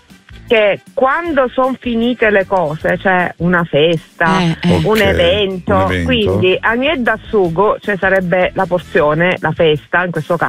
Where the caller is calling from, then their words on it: Apulia, Italy; io sono salentina